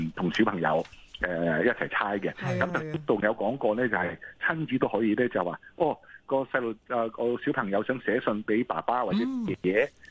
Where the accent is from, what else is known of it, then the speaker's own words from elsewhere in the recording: Chaozhou, Guangdong, China; 例如啦，我哋有猜燈謎啦，我哋潮州，譬如我哋我會同你講某個字，其實潮州呢個字係咩意思啊？